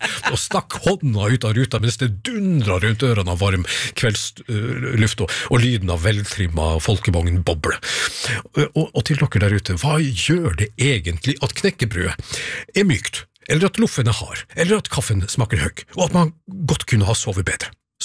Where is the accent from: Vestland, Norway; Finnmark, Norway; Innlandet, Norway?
Finnmark, Norway; Altså, som finnmarking så kjenner jeg spesielt godt til denne lyden her da.